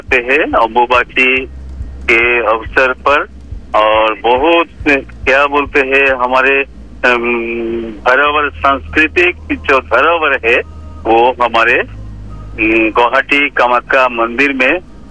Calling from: Ramkrishna Nagar, Assam, India; और मेरा गांव का नाम है राम कृष्ण नगर, डिस्ट्रिक्ट भूमि असम से तालुका है।

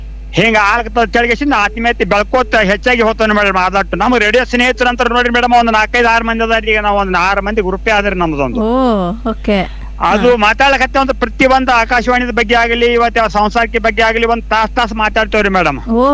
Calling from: Bijapur, Karnataka, India; ಬಿಜಾಪುರ್ ಜರ ತಂಪಾಗ್ಯಾದ್ರಿ ಮೇಡಮ್, ನಿನ್ನೆ ಜರ ಮಳೆ ಆಗ್ಯಾದ್ರಿ ನಮಗ ಬಿಜಾಪುರ್ಕ.

